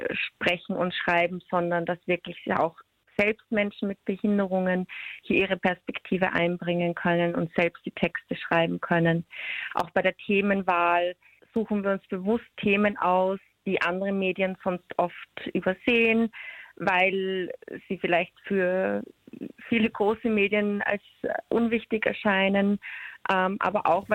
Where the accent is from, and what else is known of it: Vienna, Austria